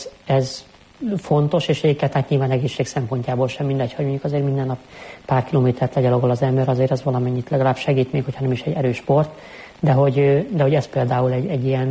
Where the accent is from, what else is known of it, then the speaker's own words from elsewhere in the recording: Budapest, Hungary; moved away as an adult; also born or lived in Szeged; én budapesti vagyok, nem mindig éltem Budapesten, mert Szegeden voltam elég hosszan, a szeretes éveim alatt, de azért régebben vissza is kerültem.